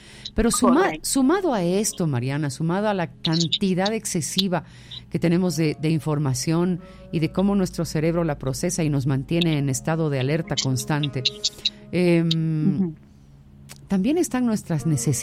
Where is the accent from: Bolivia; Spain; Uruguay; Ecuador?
Bolivia; qué resilientes somos los bolivianos, por Dios.